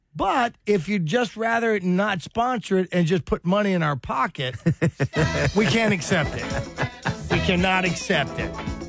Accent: Hot Springs, Arkansas, United States; Those were two stations that I grew up with down in Hot Springs.

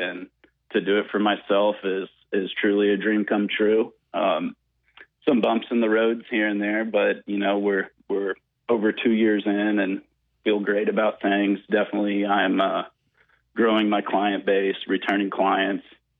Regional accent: Fayetteville, Arkansas, United States; I grew up in Fayetteville, so not far from here.

